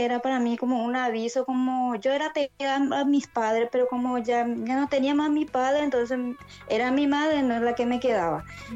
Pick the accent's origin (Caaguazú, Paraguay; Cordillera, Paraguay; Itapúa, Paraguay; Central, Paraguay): Central, Paraguay; Luque; yo me casé con un cristiano y tengo 3 hermosos hijos. Y soy de Luque, Paraguay. Yo crecí en una familia cristiana y tengo 6 hermanos.